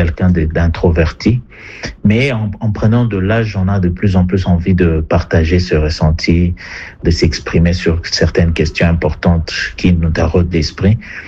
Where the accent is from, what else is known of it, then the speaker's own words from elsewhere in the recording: Bukavu, South Kivu, DR Congo; Je suis marié, père de 4 enfants. Je suis né dans le Kivu, à l'est de la République démocratique du Congo, à Bukavu plus précisément.